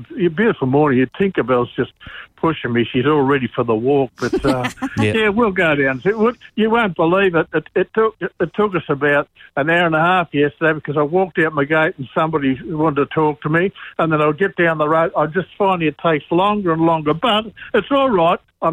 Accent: Sydney, New South Wales, Australia; moved away; when we were in Sydney, we grew up in Sydney

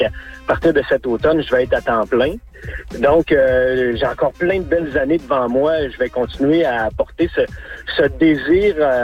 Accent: Quebec, Canada; born there; now in Saguenay, Canada; j'ai travaillé longtemps en Abitibi, dans ma région natale. J'ai été super bien accueilli. Par la suite, déménagé au Saguenay-Lac-Saint-Jean

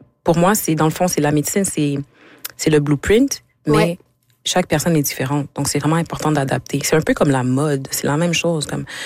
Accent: Quebec, Canada; moved away; Je suis partie du Québec, ça fait comme 7 ans.

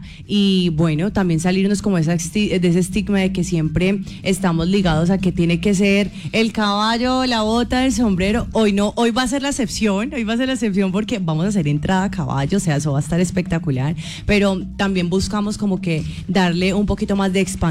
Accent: Cali, Valle del Cauca, Colombia; also born or lived in Medellín; now in Bogotá, Colombia; Yo soy de Medellín, criada en Cali y radicada en Bogotá. Imagínate ese revuelco.

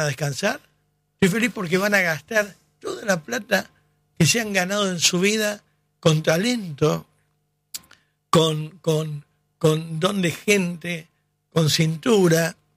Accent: Argentina; Quería que ganen porque soy argentino.

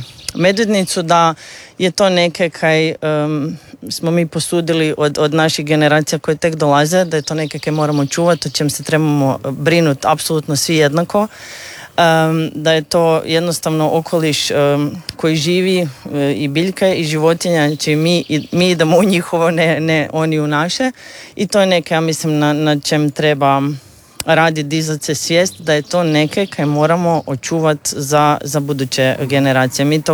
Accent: Zagreb, City of Zagreb, Croatia; ja kao ono Zagrepčanka

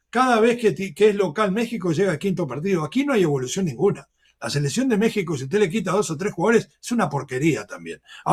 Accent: Uruguay

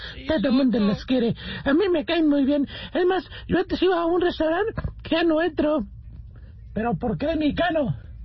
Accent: Spain; Bueno, ¿yo por qué? Porque soy español, ¿verdad?

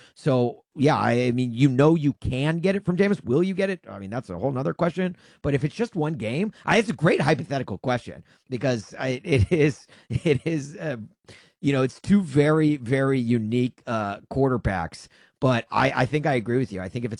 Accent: Nashville, Tennessee, United States; Me? Oh, I was raised in Nashville.

